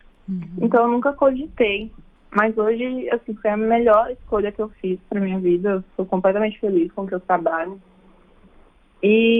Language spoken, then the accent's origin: Portuguese; Ibitanga, Bahia, Brazil; Eu sou filha única, eu cresci aqui em Ibitanga, no interior da Bahia, e eu tive uma infância muito feliz.